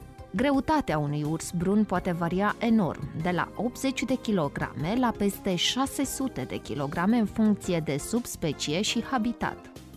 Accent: Romania

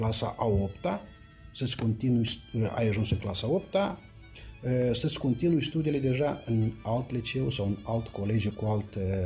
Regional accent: Moldova; Perioada când am copilărit eu în Basarabia, eram încă, atunci era Imperiul Sovietic, era Imperiul Uniunea Sovietică

